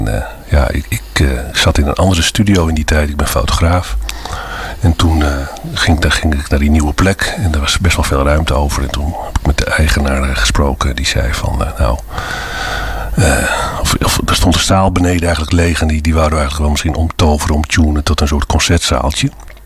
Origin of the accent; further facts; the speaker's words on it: Heerenveen, Friesland, Netherlands; also born or lived in Hallem; now in Oude Leien, Netherlands; 57 jaar, geboren in Hallem, getogen in Heerenveen, woonachtig in Oude Leien, ja.